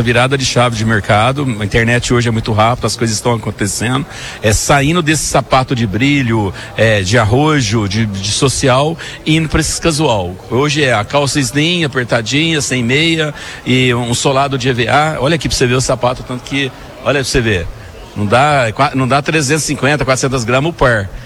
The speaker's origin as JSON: {"language": "Portuguese", "region": "Minas Gerais", "country": "Brazil", "moved": "yes", "lives_now": "Franca, Brazil", "said": "Sou mineiro"}